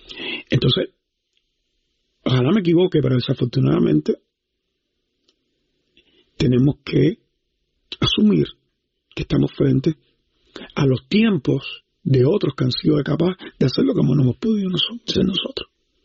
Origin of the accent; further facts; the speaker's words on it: Cuba; Nosotros los cubanos